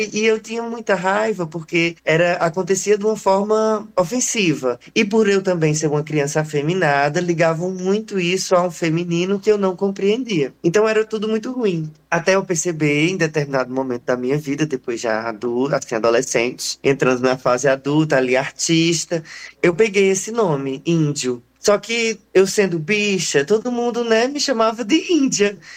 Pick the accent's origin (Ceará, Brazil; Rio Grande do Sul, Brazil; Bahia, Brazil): Ceará, Brazil; Juazeiro do Norte; now in Crato, Brazil; … sou do Juazeiro do Norte, mas agora eu resido aqui na cidade do Crato, tudo na região do Cariri, e eu sou um artista indígena das etnias Cariris e Paiacus. A minha descendência vem da parte do meu pai, que é de Fortaleza, vem da região de Morada Nova.